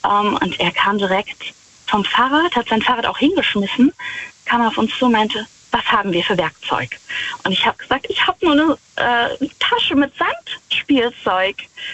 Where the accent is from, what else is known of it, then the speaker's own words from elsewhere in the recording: Rhineland-Palatinate, Germany; Ich fahre gleich an der Abtei Himmerode vorbei. Ich bin aus der Nähe von Wittlich.